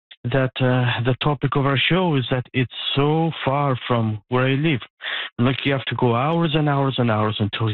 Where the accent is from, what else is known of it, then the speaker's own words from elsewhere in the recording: Trakai, Vilnius County, Lithuania; now in Canada; I'm from Lithuania. I'm from a town of Trakai, which is a town where you have lots of lakes and many of them do have public access.